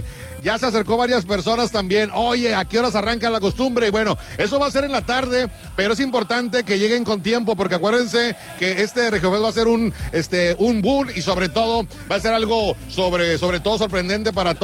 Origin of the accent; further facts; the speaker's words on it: Mexico; nosotros como mexicanos